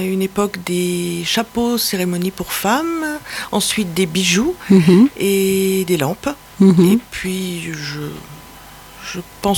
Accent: Versailles, Île-de-France, France; born or raised there; moved away

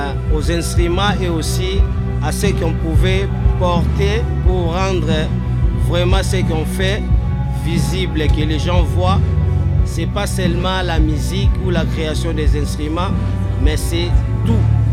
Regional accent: Kinshasa, DR Congo; chez nous à Kinshasa ou au Congo, en Afrique, il y a beaucoup de maladies qui viennent à travers des déchets.

